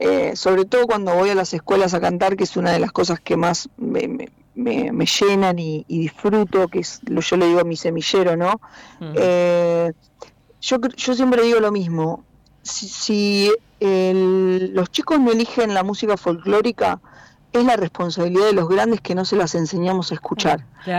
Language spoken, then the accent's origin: Spanish; Argentina